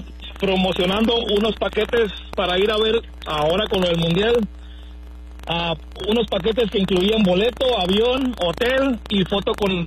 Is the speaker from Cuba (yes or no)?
no; Mexicali, Baja California, Mexico; now in Phoenix, United States; Del Merito Mexicali, compa.